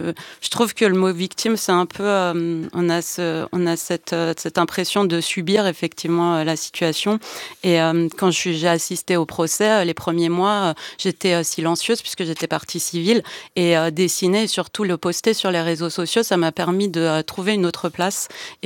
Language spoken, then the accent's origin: French; France; also born or lived in Iran; je suis née en Iran, j'ai grandi en France et depuis toujours, je vis entre deux mondes.